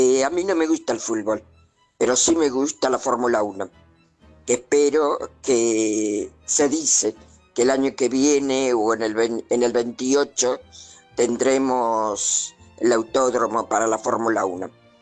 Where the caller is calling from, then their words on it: Valvanera, Argentina; de Valvanera